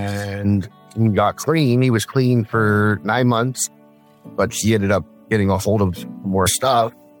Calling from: Pure Valley, Alberta, Canada; I'm calling from Pure Valley, Alberta.

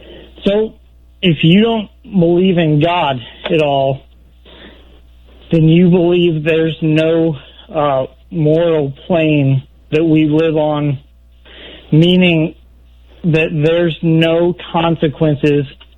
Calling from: Hendersonville, Tennessee, United States; I'm calling from Hendersonville, Tennessee.

